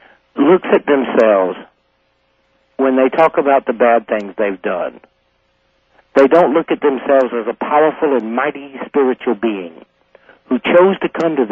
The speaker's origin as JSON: {"language": "English", "region": "Southern United States", "country": "United States", "tie": "born or raised there", "said": "I grew up fighting in the South."}